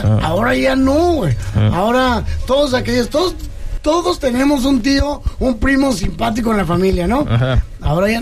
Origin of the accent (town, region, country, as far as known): Chihuahua, Mexico; now in Mexico City, Mexico